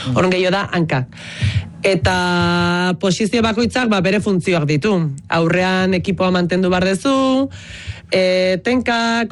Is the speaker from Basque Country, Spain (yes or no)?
yes; Ibarra, Basque Country, Spain; ni Ibarrakoa naiz